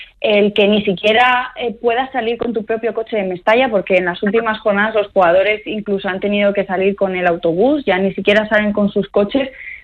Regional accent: Chiva, Valencian Community, Spain; Yo soy de Chiva, es del pueblo de al lado, y sí que le conocía.

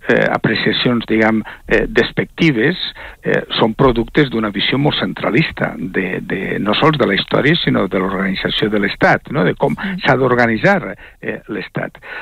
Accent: Valencian Community, Spain; com a valencià

